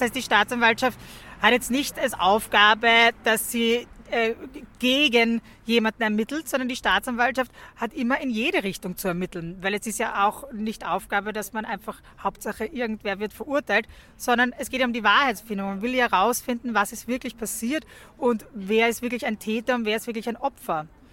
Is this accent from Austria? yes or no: yes; Austria